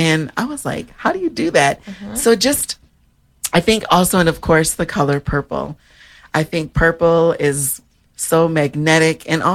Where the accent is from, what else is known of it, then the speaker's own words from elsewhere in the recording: Minnesota, United States; growing up in Minnesota